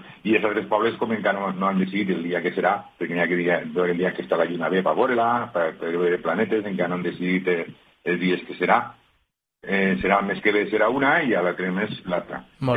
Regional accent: Onda, Valencian Community, Spain; yo soy de Onda

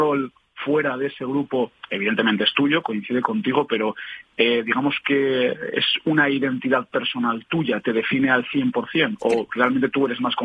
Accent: Spain; simplemente soy español

